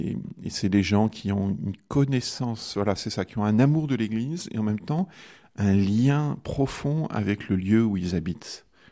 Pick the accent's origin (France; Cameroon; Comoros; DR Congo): France; Montferrier-sur-Lez, Occitanie; born there; now in Orne, France; Je suis passé à Montferrier, un village où j'ai vécu quand j'étais enfant.